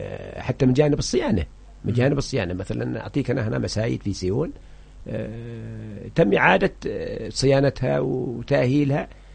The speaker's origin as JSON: {"language": "Arabic", "region": "Hadramawt", "country": "Yemen", "said": "عندنا في حضرموت"}